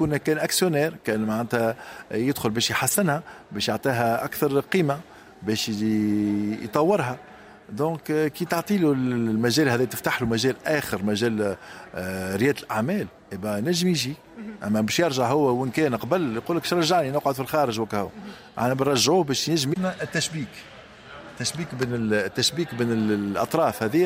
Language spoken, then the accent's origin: Arabic; Tunisia; moved away as an adult; now in France; تربينا كل في تونس وعندنا حنين كبير لتونس